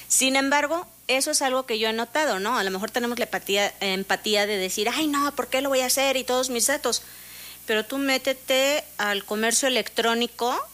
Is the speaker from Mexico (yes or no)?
yes; Mexico; Creo que también como mexicanos llegamos todo al último.